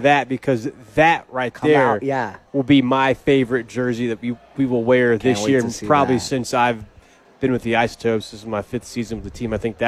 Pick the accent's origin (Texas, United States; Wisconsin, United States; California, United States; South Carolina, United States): South Carolina, United States; now in Albuquerque, United States; I'm from South Carolina, and Boone is in North Carolina, about 3 hours away.